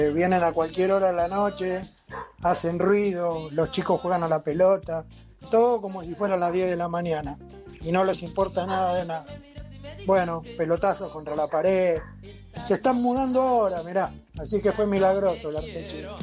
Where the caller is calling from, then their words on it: Florencio Varela, Buenos Aires Province, Argentina; de Florencio Varela.